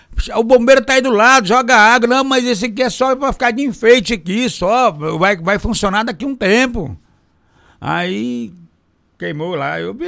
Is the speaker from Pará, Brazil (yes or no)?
no; Goiás, Brazil; now in Barra do Garças, Brazil; Não é porque eu sou goiano, não.